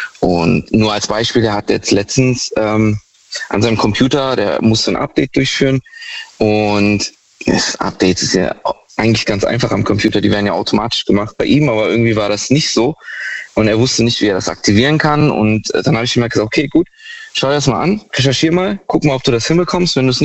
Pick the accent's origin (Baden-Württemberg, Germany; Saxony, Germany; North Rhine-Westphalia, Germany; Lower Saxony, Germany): Baden-Württemberg, Germany; Ich komme aus der Ecke Heidelberg.